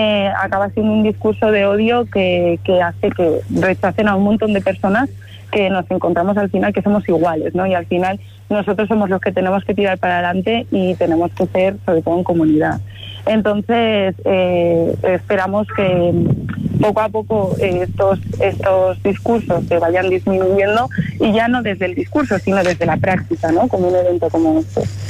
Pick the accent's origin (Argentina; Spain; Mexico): Spain; Pamplona, Navarre; also born or lived in Colombia; Yo soy de Pamplona, mis orígenes son de Colombia, pero bueno, llevo aquí en Pamplona desde los 3 años.